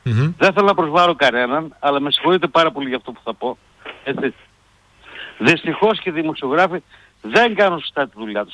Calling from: Greece; Εγώ που είμαι 57 χρόνια και είμαι από 22 χρόνια στα νησιά δουλεύω. Είμαι Έλληνες.

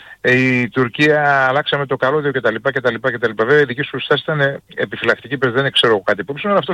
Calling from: Greece

